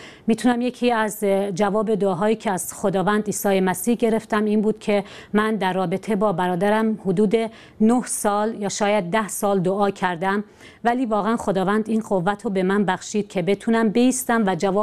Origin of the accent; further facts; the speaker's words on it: Iran; من شخصی هستم ایرانی که در یک خانواده ایرانی و در یک خانواده کاتولیک به دنیا اومدم.